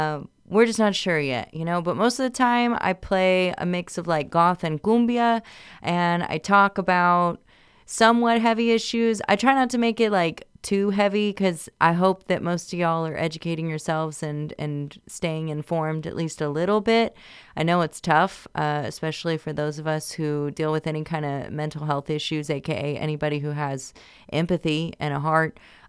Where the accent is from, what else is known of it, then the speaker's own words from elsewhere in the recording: San Antonio, Texas, United States; being that, that I'm from Texas, which I said earlier, San Antonio, to be exact, the land of the covers, music is so intertwined in San Antonio.